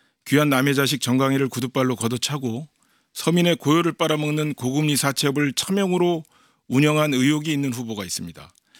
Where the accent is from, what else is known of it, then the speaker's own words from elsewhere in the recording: Pyeongtaek, Gyeonggi Province, South Korea; 평택은 제가 꼭 지켜야 할 곳입니다. 아, 제 고향이고 저희 아이들도 여기서 다 키웠습니다.